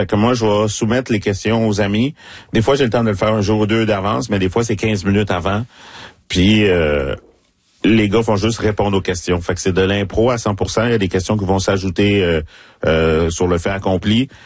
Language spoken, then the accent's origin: French; Laval, Quebec, Canada; ça me rappelle Laval parce que je viens de Laval ou rien puis il faut toujours représenter